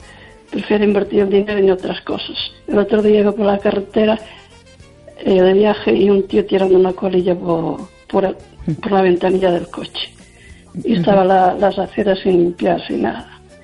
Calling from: Lugo, Galicia, Spain

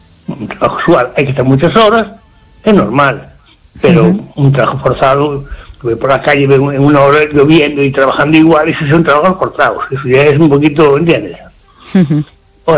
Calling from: Ferrol, Galicia, Spain; aquí de Ferrol.

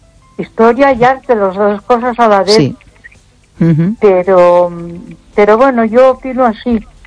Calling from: Ponferrada, Castile and León, Spain; Buenas noches, Esther. … de Ponferrada.

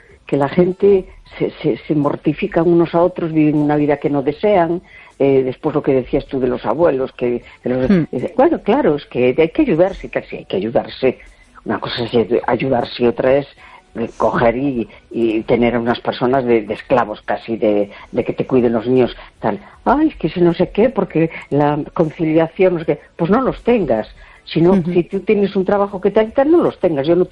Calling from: A Coruña, Galicia, Spain; de La Coruña.

